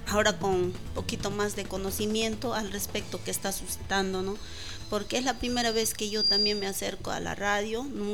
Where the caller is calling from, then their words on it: San Ramón de Pangoa, Junín, Peru; porque yo soy de Pangoa